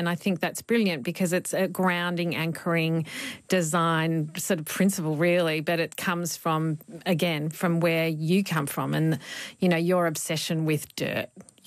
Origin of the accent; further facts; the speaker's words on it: Stawell, Victoria, Australia; Yeah, I was born in Stawell, which is just near the Grampians. My parents were just on a small property there.